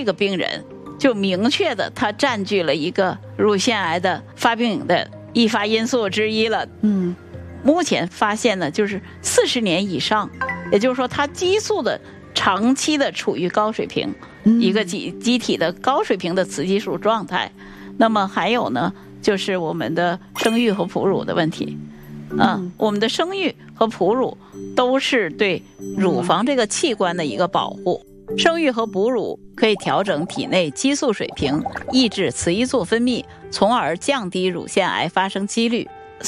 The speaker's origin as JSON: {"language": "Chinese", "country": "China", "said": "我们中国人"}